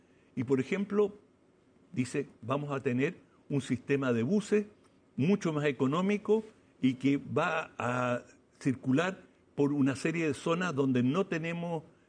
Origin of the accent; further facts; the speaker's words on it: Chile; así como los chilenos tenemos esta idea del Rey